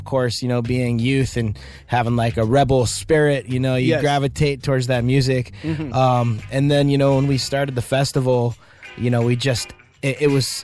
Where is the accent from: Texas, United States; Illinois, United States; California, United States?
California, United States; Topanga; in our little hometown of Topanga Canyon